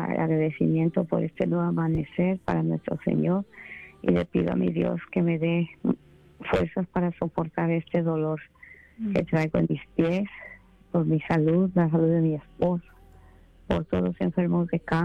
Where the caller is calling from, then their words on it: San Diego, California, United States; de San Diego